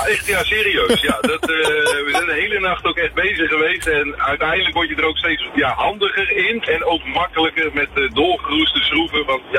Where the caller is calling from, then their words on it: Netherlands; ik kom uit het midden van Nederland.